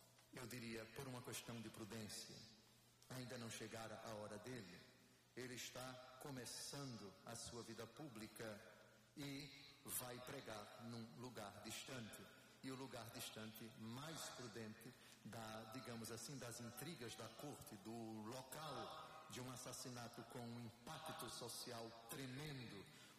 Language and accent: Portuguese; Maceió, Alagoas, Brazil; Maceió, minha terra?